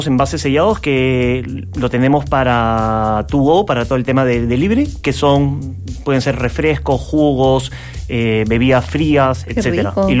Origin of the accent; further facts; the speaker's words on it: Peru; moved away as an adult; now in Chile; yo soy de Perú. Yo me vine hace 7 años por diferentes motivos acá a Chile. Pero desde niño estoy vinculado al tema gastronómico por mi familia.